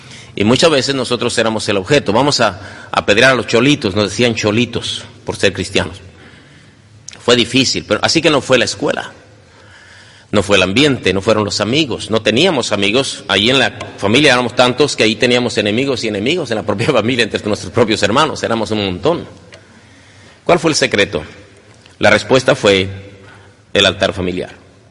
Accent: Cananea, Sonora, Mexico; mi iglesia metodista libre en Cananea.

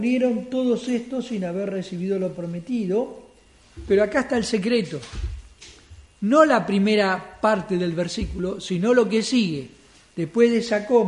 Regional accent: Argentina; por más que acá mi documento diga que yo soy argentino, nativo, que yo nací acá en territorio argentino

